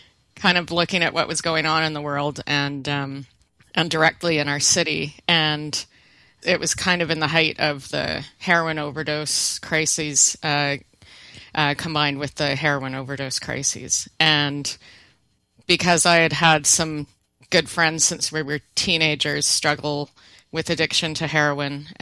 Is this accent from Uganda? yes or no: no; Vancouver, British Columbia, Canada; So I grew up in Vancouver. The city looked quite different then, but I used to ride my bike down to the downtown and downtown east side regularly.